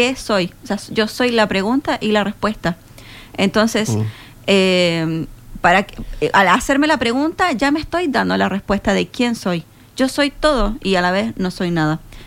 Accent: Chile; No le puedo decir que soy chilena porque es mi nacionalidad

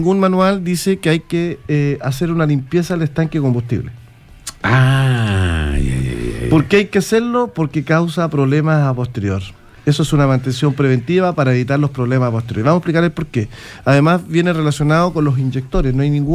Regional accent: Santiago, Santiago Metropolitan Region, Chile; Yo soy de Santiago.

